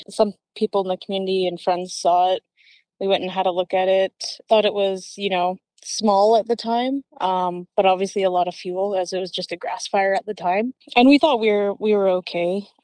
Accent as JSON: {"language": "English", "town": "Penticton", "region": "British Columbia", "country": "Canada", "said": "We're both from large families. I'm originally from Penticton, and my home community is Penticton Indian Band, and my partner's home community is Okanagan Indian Band."}